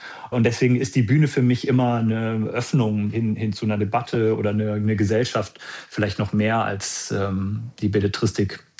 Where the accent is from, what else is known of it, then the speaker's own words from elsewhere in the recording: Erfurt, Thuringia, Germany; also born or lived in Munich; Ich bin zeitweise in Erfurt aufgewachsen, dann wieder in München, habe später dann wieder in Leipzig studiert, also war immer zwischen beiden Kontexten.